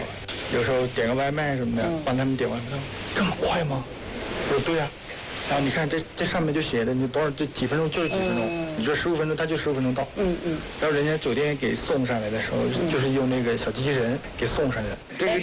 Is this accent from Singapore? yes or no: no; Myanmar; Chinese is a second language; 这种的话，我们缅甸人看着就会感觉哇，这个很好